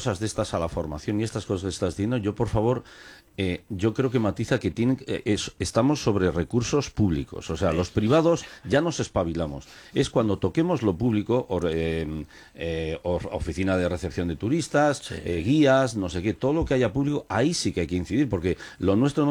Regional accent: Aranda de Duero, Castile and León, Spain

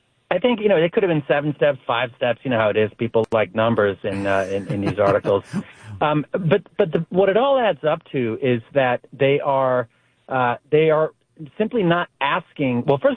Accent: France; also born or lived in England; now in United States; I was born in England and I moved to France when I was one and I moved here later. But, you know, I've gone back and forth. I still have a lot of family there.

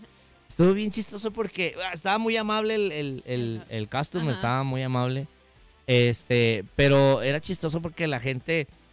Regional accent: Mexico; now in United States; Entonces, a nosotros como mexicanos sí nos queda apoyar a nuestro México y luego decir, bueno, Team USA, porque es el país que nos ha dado la oportunidad de salir adelante, ¿no?

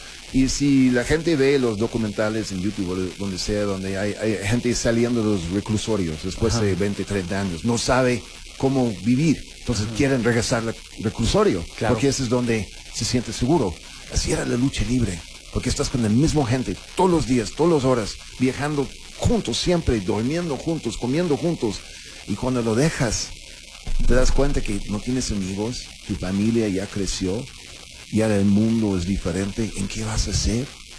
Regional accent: Mexico City, Mexico; Soy chilango con acento.

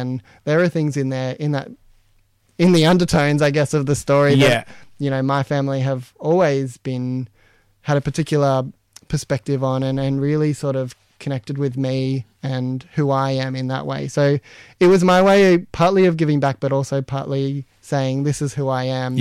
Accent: Katherine, Northern Territory, Australia; moved away; like I grew up off country in Catherine, and so my family's from New South Wales.

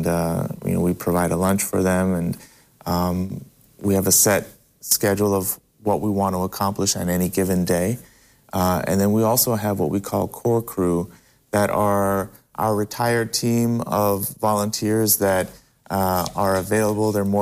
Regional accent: Montreal, Quebec, Canada; So actually, I grew up in Montreal, Canada.

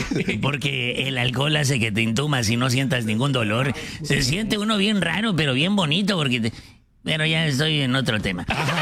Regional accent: Mexico City, Mexico; also born or lived in Ciudad Obregón; Soy de la Ciudad de México, pero nací, damas y caballeros, en Ciudad Obregón. Allá me crié, en Ciudad de México. Así es de que fui chilango por un tiempo.

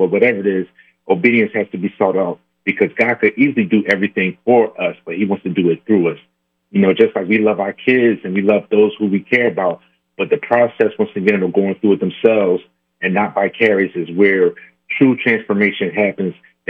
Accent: Philadelphia, Pennsylvania, United States; I'm from Philadelphia. I'm a veteran, husband, and father.

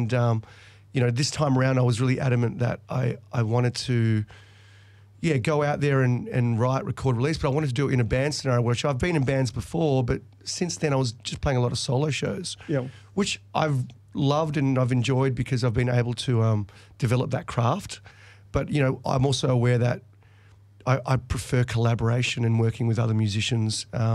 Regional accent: Eltham, Victoria, Australia; also born or lived in Rio de Janeiro, Brazil; now in North Warrandyte, Australia; I was born in Rio de Janeiro, but I actually moved to Australia when I was four and grew up in Eltham for the first sort of 5 years of my existence in Australia.

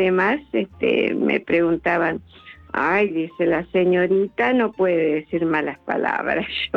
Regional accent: Santa Rosa, La Pampa, Argentina; Sí, de Santa Rosa a La Pampa

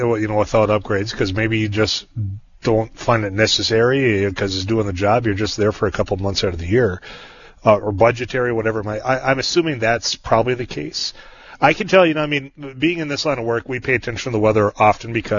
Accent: North Dakota, United States; I'm a North Dakota kid

